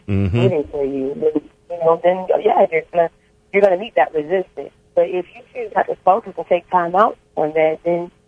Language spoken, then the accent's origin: English; Broward County, Florida, United States; moved away; Florida, Broward County.